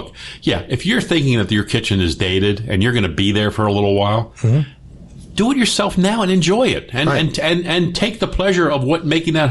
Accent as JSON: {"language": "English", "town": "Baltimore", "region": "Maryland", "country": "United States", "said": "pools are much more valuable in Las Vegas than they are in my hometown of Baltimore."}